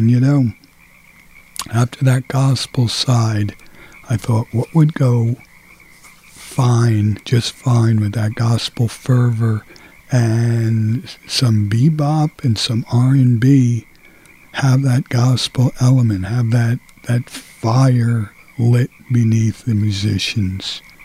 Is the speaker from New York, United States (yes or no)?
no; Nutley, New Jersey, United States; my hometown in Nutley, New Jersey